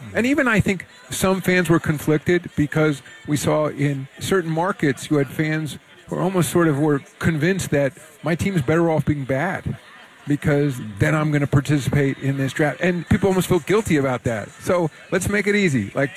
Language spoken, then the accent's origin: English; New York City, New York, United States